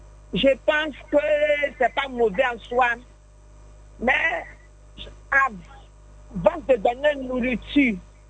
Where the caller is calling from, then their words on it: Abidjan, Côte d’Ivoire; J'appelle Abobo Baoulé.